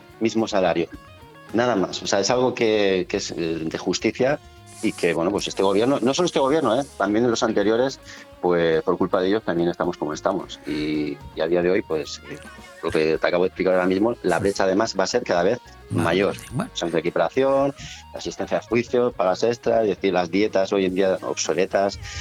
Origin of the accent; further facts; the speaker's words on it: Benidorm, Valencian Community, Spain; soy de Benidorm